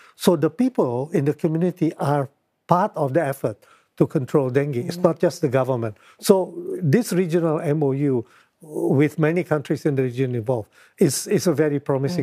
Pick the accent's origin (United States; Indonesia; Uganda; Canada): Indonesia; I come from Indonesia. We have 17,000 islands.